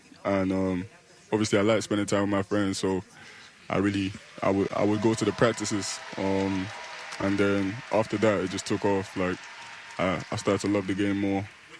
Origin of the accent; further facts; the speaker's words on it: London, United Kingdom; So before, I used to run track and play football, what you guys call it, soccer.